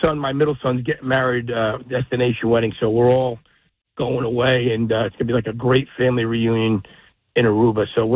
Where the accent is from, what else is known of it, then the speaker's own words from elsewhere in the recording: New Jersey, United States; So growing up, where I grew up in Lodi, Jersey City, and Elizabeth, we all went to the aunts and uncles on the Polish side.